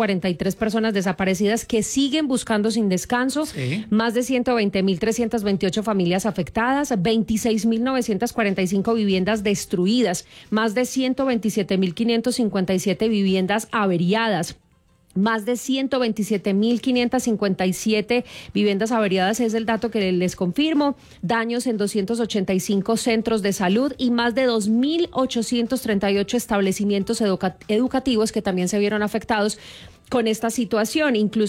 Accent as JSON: {"language": "Spanish", "country": "Colombia", "said": "nosotros como colombianos teníamos una deuda con el Chocó"}